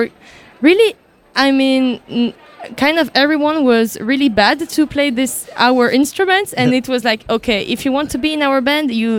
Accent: Valais, Switzerland; now in Lausanne, Switzerland; But I'm from Valais, I'm from Haute-Nanda in the mountains.

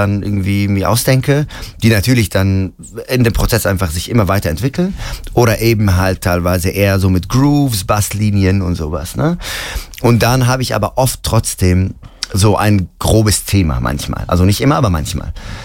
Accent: Ramallah, West Bank, Palestine; German is a second language; Ich komme ja aus Ramallah im Westjordanland.

